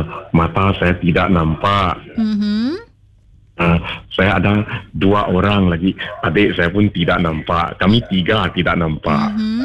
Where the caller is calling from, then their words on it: Sarawak, Malaysia; Saya dari Fuchao Road.